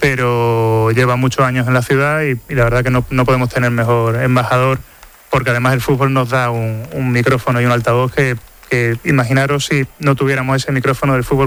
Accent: Ceuta, Spain; now in Madrid, Spain; Soy de Ceuta, sí.

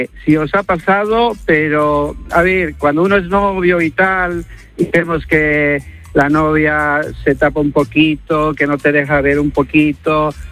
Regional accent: Bolivia; No, no esperaba soy yo boliviano

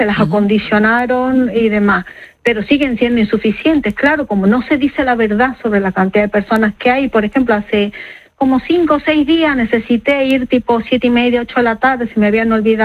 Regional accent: Argentina; now in Spain; Y una cosa importante, yo soy migrante, ¿vale? Yo soy argentina, llevo 20 años en España.

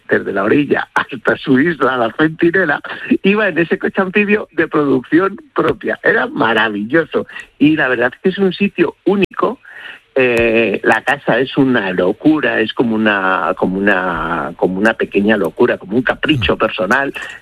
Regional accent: Ávila, Castile and León, Spain; Si yo soy de Ávila, soy un abulense genético, que me he criado gracias a las patatas revolconas, a la morcilla y a los platos de judías

